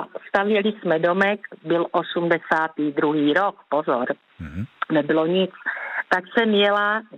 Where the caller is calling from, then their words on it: South Moravian Region, Czechia; Jsem z Jižní Moravy od Hodonína z Podluží.